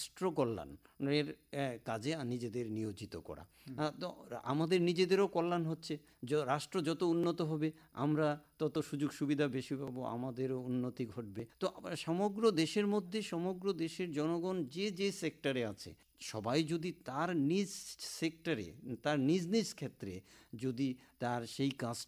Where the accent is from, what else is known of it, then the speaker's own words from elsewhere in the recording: India; আমরা দেশের যারা ভারতীয় আমরা রয়েছি, আমাদের প্রত্যেকের উচিত যে এই সমস্ত প্রকল্পগুলিতে এগিয়ে যাওয়া।